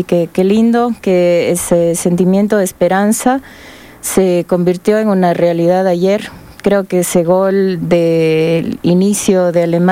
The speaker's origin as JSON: {"language": "Spanish", "country": "Ecuador", "said": "es un sentimiento que quizás como ecuatorianos lo conocemos de otras veces"}